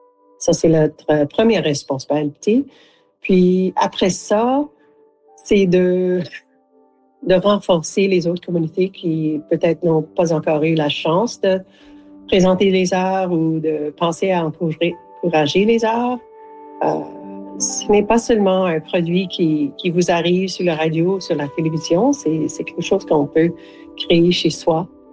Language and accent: French; Ontario, Canada; je viens de l'est de l'Ontario et nos produits sont plutôt le bois, le pierre et les vaches.